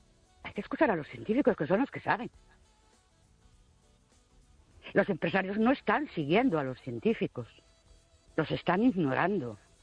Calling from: Ourense, Galicia, Spain; Buenas noches … de Orense.

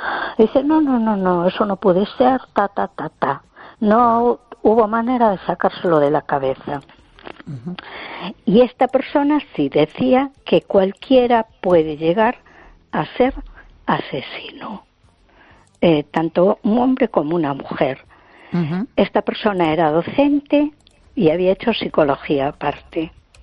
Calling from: A Coruña, Galicia, Spain; de Coruña.

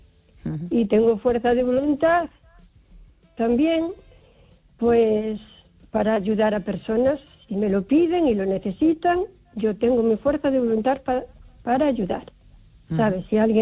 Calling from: O Carballiño, Galicia, Spain; Buenas noches, Esther … de Carballiño.

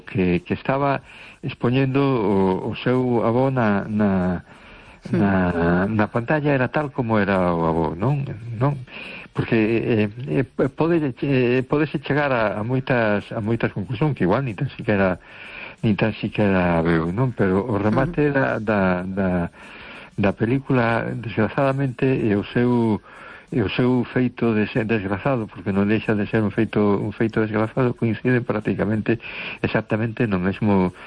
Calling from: A Coruña, Galicia, Spain; de Coruña.

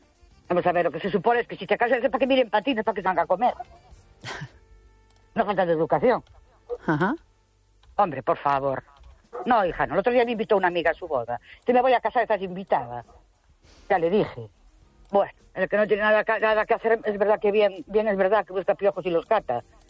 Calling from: Ourense, Galicia, Spain; Buenas noches. … de Ourense.

